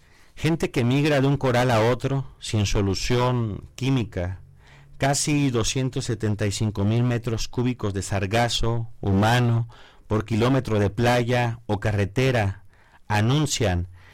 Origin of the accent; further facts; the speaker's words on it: Uruapan, Michoacán, Mexico; mi ciudad de origen, Uruapan